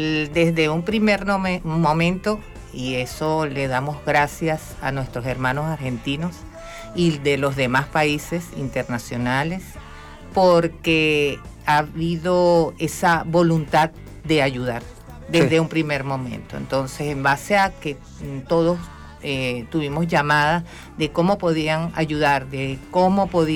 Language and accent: Spanish; Caracas, Capital District, Venezuela; moved away; also born or lived in Margarita Island, Nueva Esparta; yo en realidad tengo familia en toda Venezuela. Yo soy caraqueña. Después me fui a vivir en el 98, me fui a vivir a la isla de Margarita, en el estado Nueva Esparta.